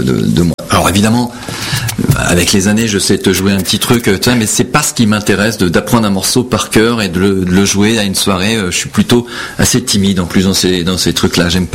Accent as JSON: {"language": "French", "country": "Portugal", "said": "moi je suis portugais"}